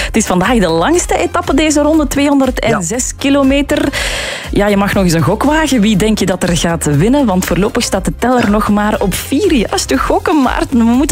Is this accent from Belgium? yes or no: yes; Belgium; wij mogen als Belgen weer heel fier zijn.